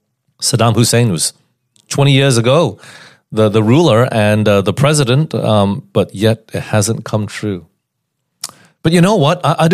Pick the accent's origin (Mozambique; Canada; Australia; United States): Australia; I was gone from Australia, and it came back, and I felt like it wasn't as safe as what it was 20 years ago.